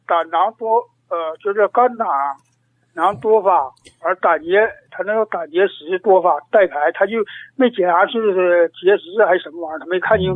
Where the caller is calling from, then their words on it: Dalian, Liaoning, China; 我是大连的。